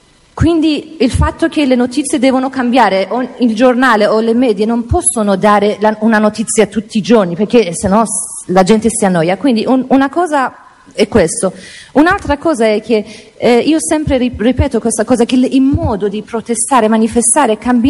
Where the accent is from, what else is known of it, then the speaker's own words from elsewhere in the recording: Kurdistan, Iran; Italian is a second language; moved away as an adult; now in Italy; io quando sono partita ho lasciato il mio paese, ho detto basta, io dopo 30 anni